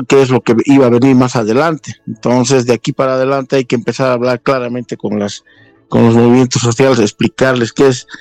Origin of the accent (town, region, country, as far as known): Bolivia